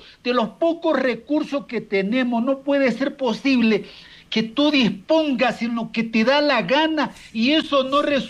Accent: Chone, Manabí, Ecuador; mi pueblo, de Chone

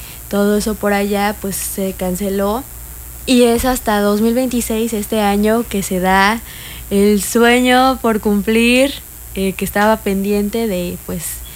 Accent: Mexico

